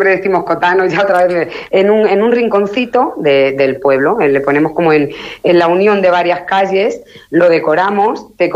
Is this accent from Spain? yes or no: yes; Castile and León, Spain; en mi pueblo hay mucha fiesta